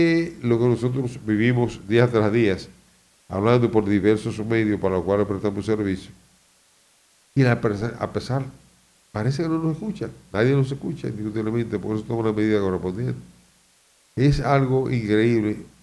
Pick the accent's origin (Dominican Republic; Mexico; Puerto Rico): Dominican Republic; nosotros como dominicanos